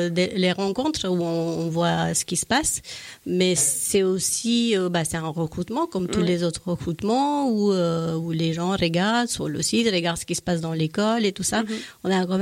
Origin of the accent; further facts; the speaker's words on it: Romania; moved away as an adult; now in France; Moi, je viens de Roumanie